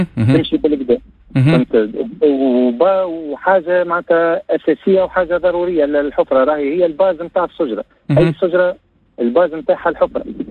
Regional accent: Tunisia; عندنا في تونس

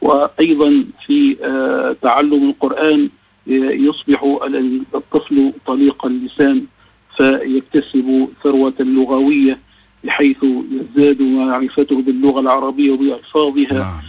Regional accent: Msaken, Sousse Governorate, Tunisia; في بلدتنا مساكن

